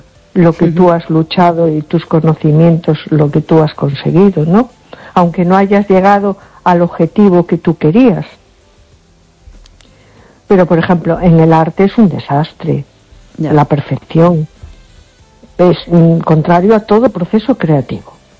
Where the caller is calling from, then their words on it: A Coruña, Galicia, Spain; de Coruña.